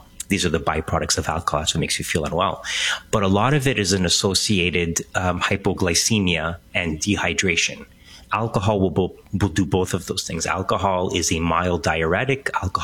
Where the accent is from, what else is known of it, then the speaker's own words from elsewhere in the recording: Canada; born there; I tend to go to Greece in the summer, because that's where my family is from originally. I was born here in Canada